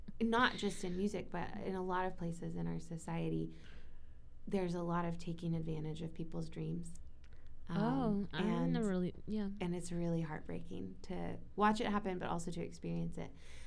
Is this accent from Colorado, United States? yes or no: no; Chattanooga, Tennessee, United States; moved away as an adult; also born or lived in Tri-Cities area (Bristol); I grew up in Chattanooga, and I moved back there now about 3.5 years ago, and I'm glad to call it home again. My family is still there, my parents and my sister